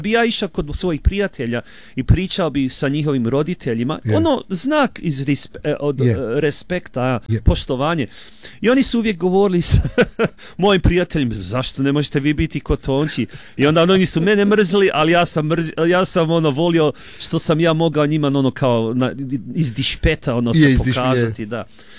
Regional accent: Geelong, Victoria, Australia; ja sam iz Džilonga

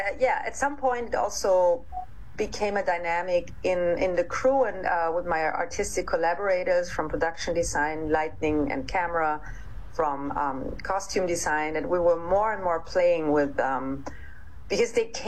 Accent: Austria; growing up in Austria, Sissi is everywhere.

